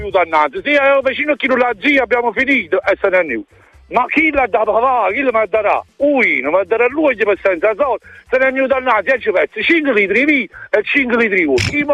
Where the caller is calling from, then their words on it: Sicily, Italy; sono siciliano